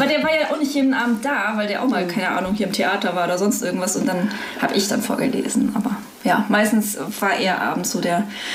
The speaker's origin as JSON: {"language": "German", "town": "Lörrach", "region": "Baden-Württemberg", "country": "Germany", "tie": "born there", "also_born_or_lived": "Freiburg / France", "moved": "yes", "lives_now": "Osnabrück, Germany", "said": "Also ich habe nur die Station Lörrach, Freiburg. Dann habe ich in Frankreich noch studiert. Ja. Und dann bin ich aber auch schon hier in Osnabrück."}